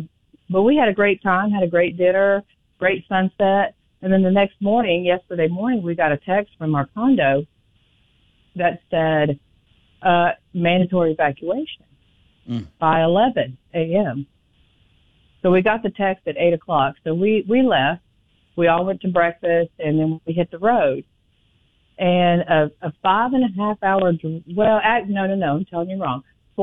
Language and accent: English; Nashville, Tennessee, United States; now in Alabama, United States; I'm from Tennessee. Mm-hmm. I'm from Nashville. I grew up there.